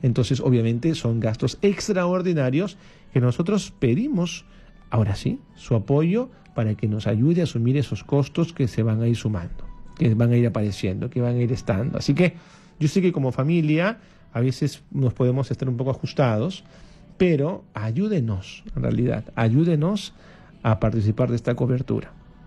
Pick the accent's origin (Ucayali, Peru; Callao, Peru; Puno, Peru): Puno, Peru; moved away; Cada vez que regreso a Puno, después de años, o casi periodo anualmente